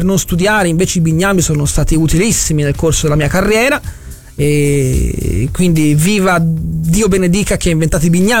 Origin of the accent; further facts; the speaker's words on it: Florence, Tuscany, Italy; un orgoglio da fiorentino, da tifoso viola